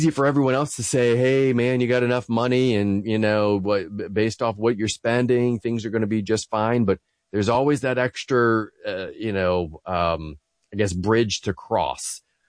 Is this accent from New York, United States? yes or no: no; Ohio, United States; born or raised there